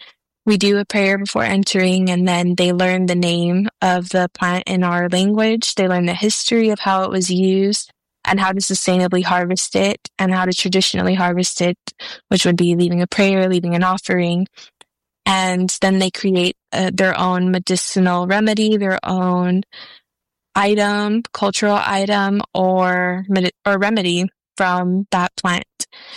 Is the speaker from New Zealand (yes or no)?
no; Tucson, Arizona, United States